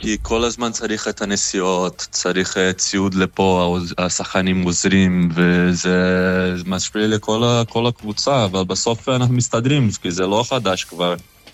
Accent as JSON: {"language": "Hebrew", "country": "Brazil", "moved": "yes", "lives_now": "Israel", "said": "איזה ארגנטינה, אני ברזילאי."}